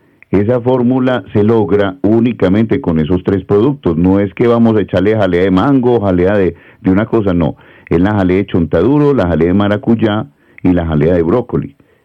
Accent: Antioquia, Colombia; born there; Mayo a Prado Centro, donde yo nací, en la cuadra donde yo nací

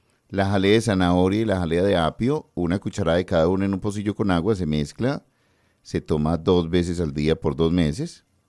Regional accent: Medellín, Antioquia, Colombia; es que yo soy de Medellín

